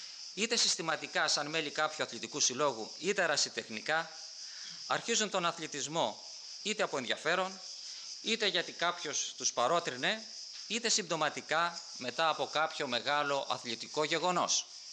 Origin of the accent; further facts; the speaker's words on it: Greece; Ας θυμηθούμε σαν Έλληνες